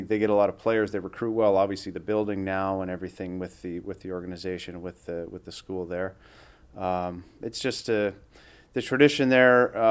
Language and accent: English; Wilcox, Saskatchewan, Canada; Yeah, I grew up in Wilcox, Saskatchewan.